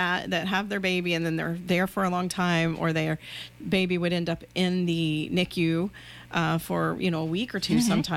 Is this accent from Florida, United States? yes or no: yes; Winter Haven, Florida, United States; I'm from Winter Haven, and Winter Haven has really been growing, so we're kind of losing that hometown feeling.